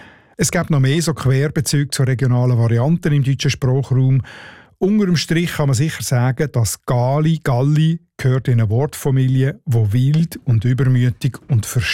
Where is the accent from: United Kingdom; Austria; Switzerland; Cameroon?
Switzerland; Northwestern Switzerland; accent: Northwestern Swiss German; Ich würde dem ja Geukel sagen, in meinem Nordwestschweizer Dialekt.